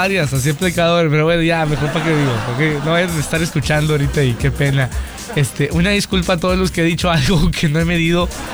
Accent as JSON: {"language": "Spanish", "town": "Montemorelos", "region": "Nuevo León", "country": "Mexico", "said": "yo no soy de Nuevo Laredo. A mí pregúntenme de naranjas y cosas así de allá de Montemorelos y les digo."}